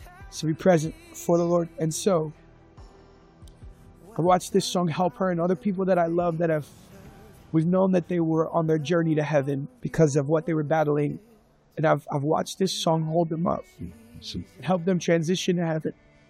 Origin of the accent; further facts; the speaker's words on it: Puerto Rico; I'm Puerto Rican.